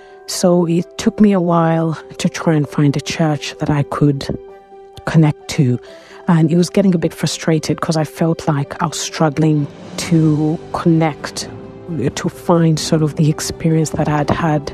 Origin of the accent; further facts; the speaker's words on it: London, United Kingdom; moved away as an adult; I am from London.